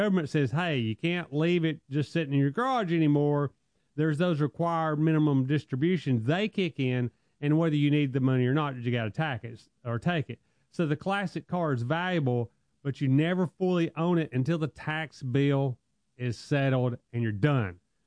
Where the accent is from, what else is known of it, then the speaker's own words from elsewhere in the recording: Alabama, United States; Now, we're from Alabama, so I'm going to go ahead and make fun of it.